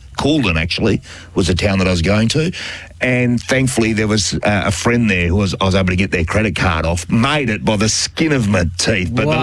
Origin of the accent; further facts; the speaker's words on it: Kojanup, Western Australia, Australia; I couldn't understand why people in Kojanup, my hometown, would say... we were inland.